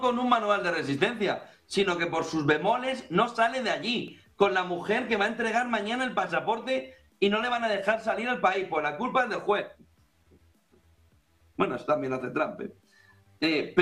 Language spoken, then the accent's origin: Spanish; Spain; nos habría tomado el pelo a todos los españoles